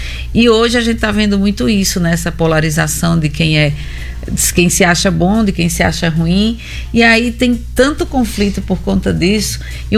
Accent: Mossoró, Rio Grande do Norte, Brazil; born there; also born or lived in Aracaju / João Pessoa / Catolé do Rocha; mas eu nasci em Mossoró. Aí também fui nômade, né? Morei em Aracaju, morei em Campina Grande, morei em João Pessoa. E vim pra cá, né? Depois de Catolé do Rocha, onde a minha família é de Catolé do Rocha.

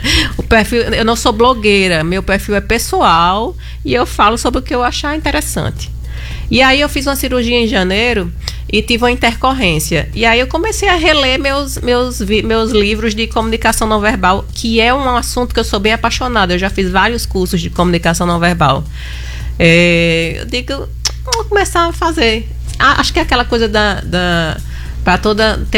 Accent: Northeast Brazil, Brazil; nós nordestinos, graças a Deus, estamos nos assumindo.

